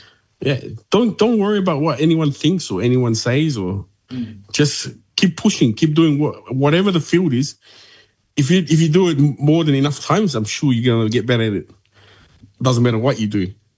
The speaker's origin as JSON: {"language": "English", "region": "Rotuma", "country": "Fiji", "first_language": "Rotuman", "second_language": "English", "said": "I know we're speaking English at the moment, but I think it's a must, especially for us rutumans everywhere."}